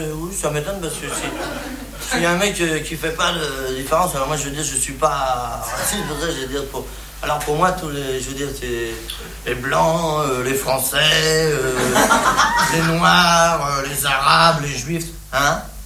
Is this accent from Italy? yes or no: no; France; Les français, c'est des cons, ouais, ben, je suis bien placé, hein, je suis français.